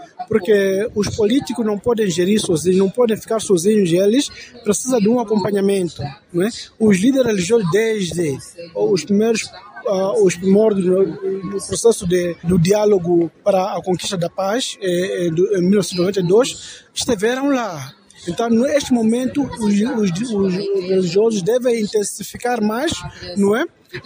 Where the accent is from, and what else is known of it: Mozambique